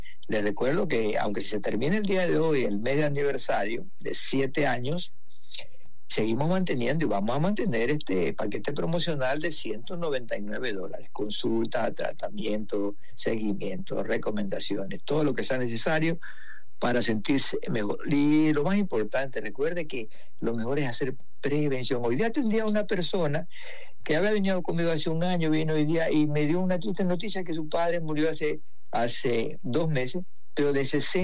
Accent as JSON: {"language": "Spanish", "country": "Ecuador", "said": "muchas personas que saben que soy de Ecuador y que hoy día Ecuador enfrenta a México"}